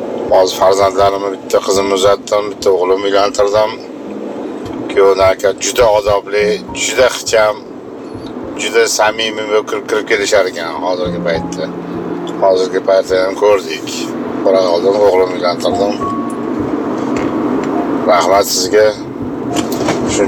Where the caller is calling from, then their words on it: Tashkent, Uzbekistan; Toshkentdanmiz.